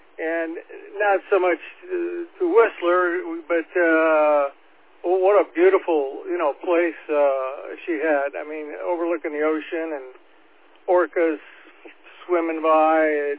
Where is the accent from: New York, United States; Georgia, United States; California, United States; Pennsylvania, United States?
California, United States; Santa Monica; born there; moved away; I was born in Santa Monica